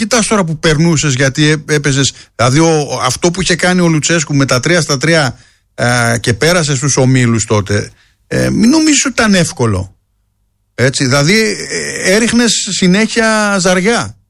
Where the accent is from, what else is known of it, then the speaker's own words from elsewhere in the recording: Melissochori, Central Macedonia, Greece; και είμαι από, την Ασπρόμαυρη, από το Ασπρόμαυρο Μελισσοχώρι.